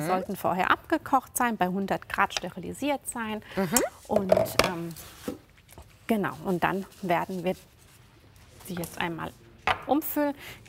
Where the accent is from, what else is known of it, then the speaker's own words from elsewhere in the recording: Italy; German is a second language; Genau, bei uns in Italien auch. Da sind die ganzen Gassen, die sind voll mit Rosmarin. Das ist wirklich was, gehört einfach zu unserer Küche dazu.